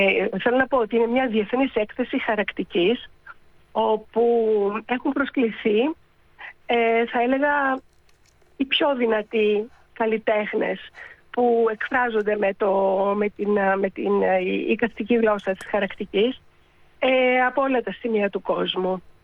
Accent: Greece; αυτό με ενδιέφερε να δείξω στην πατρίδα μου εδώ.

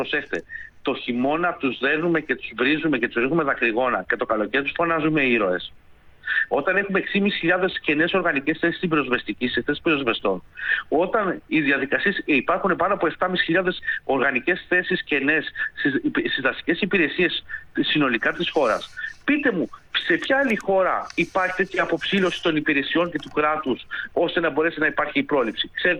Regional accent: Attica, Greece; Τυχαίνει, όπως γνωρίζετε, είμαι από την Ανατολική Αττική και ειδικότερα από αυτό το κομμάτι της Ανατολικής Αττικής

